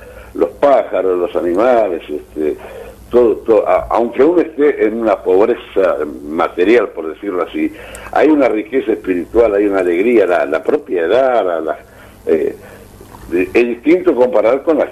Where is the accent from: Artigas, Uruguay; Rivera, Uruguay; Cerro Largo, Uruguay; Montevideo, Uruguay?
Rivera, Uruguay; Yaguarí; yo nací en Yaguarí